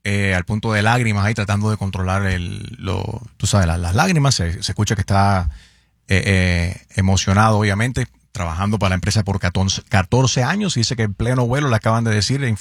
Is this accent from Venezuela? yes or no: no; Puerto Rico; Y soy puertorriqueño.